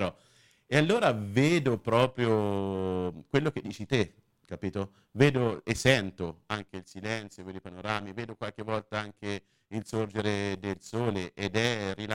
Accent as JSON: {"language": "Italian", "town": "Mercatale", "region": "Tuscany", "country": "Italy", "said": "Io sono aretino e cortonese, perché sono del comune di Cortona, sono mercatalese."}